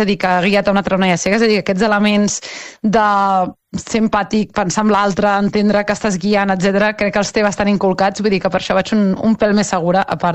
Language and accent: Catalan; Vilassar de Mar, Catalonia, Spain